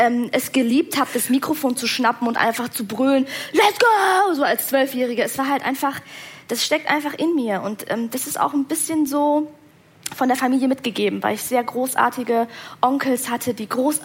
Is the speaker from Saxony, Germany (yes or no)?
no; Hesse, Germany; accent: Hessian; Und ich find's auch so witzig, wie ich damals für meinen hessischen Dialekt so schon hardcore rassistisch im Netz beleidigt wurde